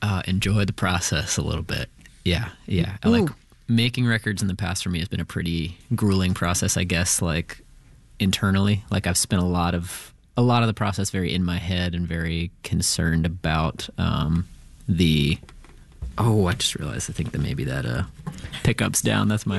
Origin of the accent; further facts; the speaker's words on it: the South, United States; born there; also born or lived in Tennessee / Florida; So I know I keep talking about growing up in the South, but so I split time between Tennessee and Florida. My mom was in Florida.